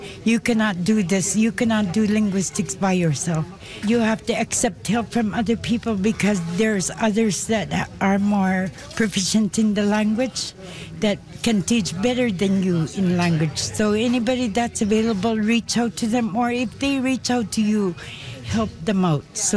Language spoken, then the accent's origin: English; Arctic Bay, Nunavut, Canada; I'm from Arctic Bay, Nunavut.